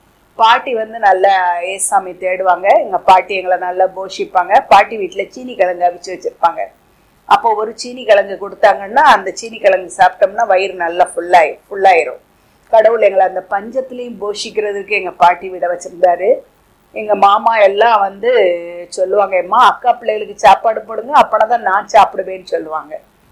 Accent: Sattur, Tamil Nadu, India; நான் சாத்தூரில் என் தாய் தகப்பனுக்கு … என் தாயார் பேர் லில்லி. நான் இரண்டாவது மகளாக பிறந்தேன். எனக்கு ஒரு அக்கா, இரண்டு தம்பிகள். கர்த்தரை அறியாத குடும்பத்தில் பிறந்து வளர்க்கப்பட்டேன். எல்லா தெய்வங்களையும் வணங்கி வந்தோம்.

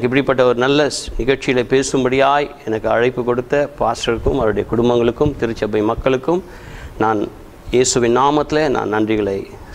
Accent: Chennai, Tamil Nadu, India; born or raised there

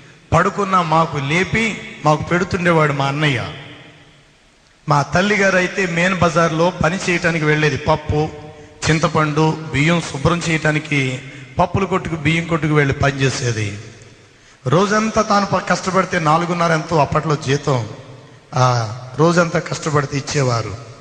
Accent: Rajahmundry, Andhra Pradesh, India; born or raised there

